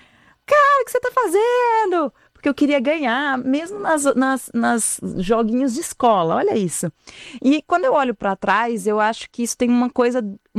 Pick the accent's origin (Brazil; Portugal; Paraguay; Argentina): Brazil; Fortaleza, Ceará; moved away as an adult; also born or lived in Rio de Janeiro; eu nasci em Fortaleza, fui criada lá, E passei na faculdade no Rio de Janeiro para fazer administração na FGV.